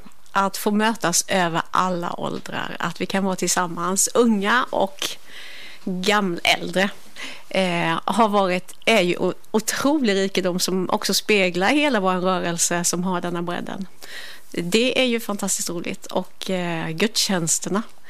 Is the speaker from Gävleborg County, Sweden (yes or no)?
no; Hagshult, Jönköping County, Sweden; moved away as an adult; now in Gothenburg, Sweden; I Hagshult, eller Hagshult som man säger om man inte är infödd där. Där är jag uppväxt.